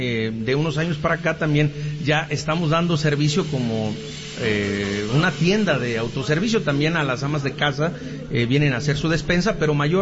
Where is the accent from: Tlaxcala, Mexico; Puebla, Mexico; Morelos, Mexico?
Puebla, Mexico; simplemente con el alimentar al municipio de Puebla, somos alrededor de 3 millones de habitantes